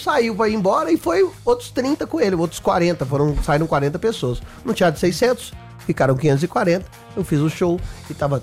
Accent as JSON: {"language": "Portuguese", "town": "Guarani", "region": "Minas Gerais", "country": "Brazil", "tie": "born or raised there"}